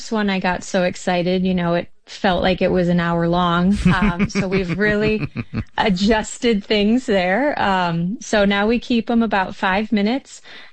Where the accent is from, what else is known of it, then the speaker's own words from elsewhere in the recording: Wisconsin, United States; I'm from Wisconsin